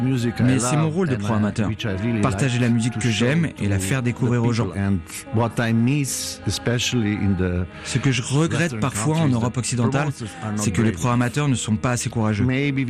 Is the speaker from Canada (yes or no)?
no; Slovenia; on vient d'un petit pays, il faut être meilleur d'une certaine manière. Il ne faut pas être timide. Nous venons peut-être des Balkans, mais il ne faut pas nous sous-estimer.